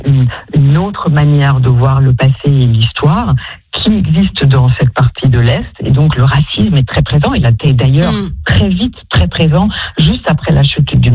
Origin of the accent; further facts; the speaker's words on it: West Germany, Germany; moi j'ai grandi en Allemagne de l'Ouest.